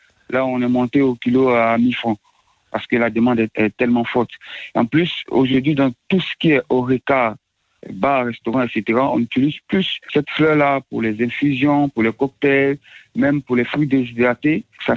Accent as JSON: {"language": "French", "country": "Côte d’Ivoire", "said": "Chez nous, en Côte d'Ivoire, on appelle le bissap."}